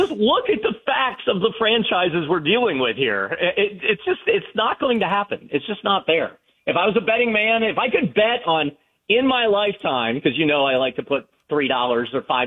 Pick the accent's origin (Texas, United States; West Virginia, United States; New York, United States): West Virginia, United States; And it's really sad because, you know, my brother and I, you know, we grew up in West Virginia.